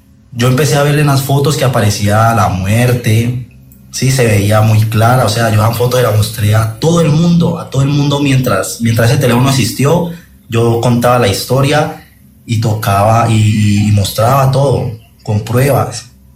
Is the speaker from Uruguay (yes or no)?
no; Valle del Cauca, Colombia; yo soy de aquí del Valle, yo soy del Valle de Cauca, ¿no? Saludos desde el Valle.